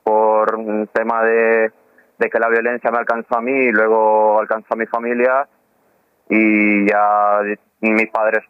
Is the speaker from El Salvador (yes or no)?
yes; El Salvador; moved away as an adult; now in Ávila, Spain; yo el Betis ya lo conocía, como te decía, desde pequeño en El Salvador.